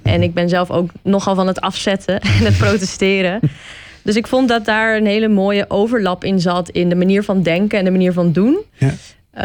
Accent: Alkmaar, North Holland, Netherlands; Nou, ik kom eigenlijk uit Alkmaar, dus ik ben eigenlijk geïmporteerd.

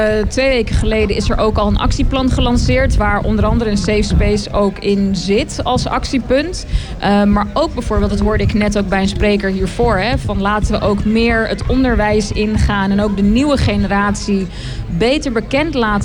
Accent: Haarlem, North Holland, Netherlands; Ik ben 39. Ik ben geboren en getogen in Haarlem. Kom uit Schalkwijk.

